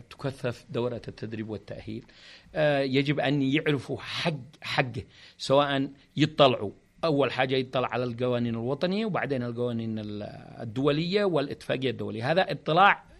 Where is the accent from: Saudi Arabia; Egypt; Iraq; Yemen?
Yemen; أنا مواطن يمني